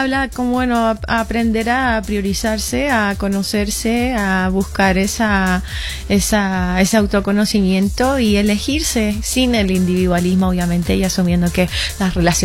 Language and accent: Spanish; Chile; No, soy muy orgullosamente chilena. Pero te juro que, o sea, como que me encanta cómo hablan. Y a veces como mi español es neutro.